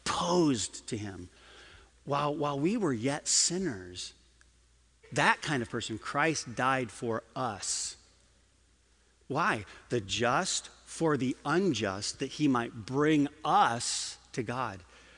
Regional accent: Michigan, United States; I grew up at a time, and I grew up in Michigan, where you didn't tell people that you loved them

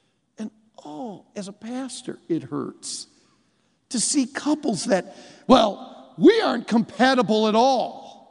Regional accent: Michigan, United States; I remember growing up around Lake Michigan

